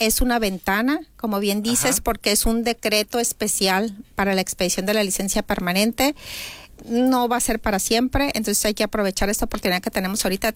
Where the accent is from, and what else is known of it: Sinaloa, Mexico